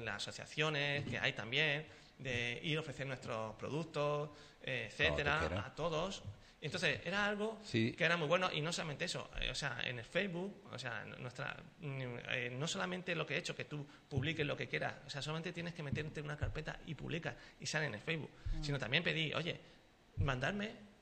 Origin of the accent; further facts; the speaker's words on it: Sanlúcar de Barrameda, Andalusia, Spain; nosotros somos de Sanlúcar.